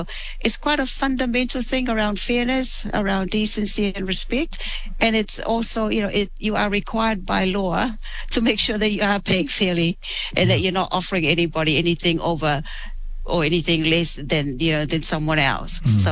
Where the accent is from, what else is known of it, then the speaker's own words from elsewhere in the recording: Vailima, Tuamasaga, Samoa; now in New Zealand; I was born in Samoa. I'm from a little village named Vailima in Upolu. And I came here with my grandparents and a sister, yeah, just for better opportunities